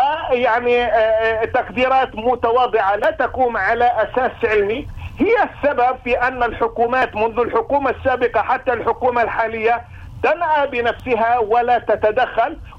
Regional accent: Palestine; لأنه أنا كفلسطيني عندما نتحدث عن القانون الأساسي الفلسطيني

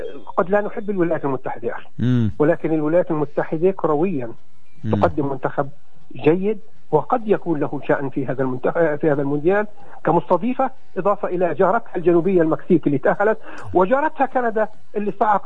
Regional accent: Palestine; إحنا كفلسطينيين جالسين في بيوتنا الآن

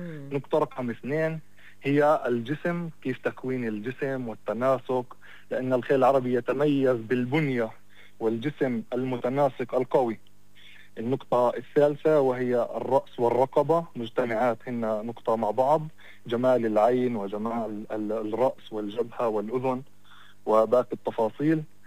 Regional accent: Palestine; إحنا كشعب فلسطيني

